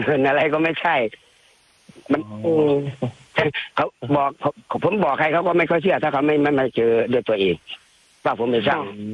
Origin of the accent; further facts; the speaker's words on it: Nam Kliang, Sisaket, Thailand; อำเภอน้ำเกลียงครับอำเภอน้ำเกลียงจังหวัดศรีสะเกต